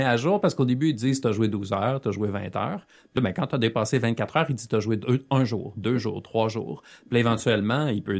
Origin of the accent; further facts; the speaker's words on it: Quebec City, Quebec, Canada; Je viens de la ville de Québec, donc c'est là qu'on s'est rencontrés avant d'emménager dans la grande métropole.